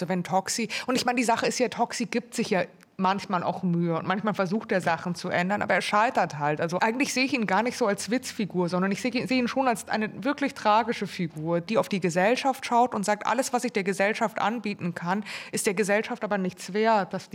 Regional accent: Munich, Bavaria, Germany; Ich bin ja aus München

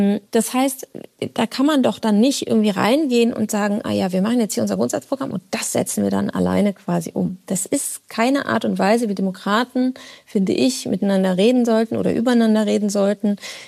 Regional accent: Rhineland, Germany; weil ich bin ja Rheinländerin

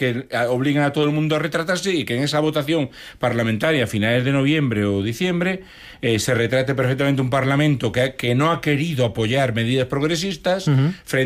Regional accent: Galicia, Spain; yo claro, soy gallego como tú

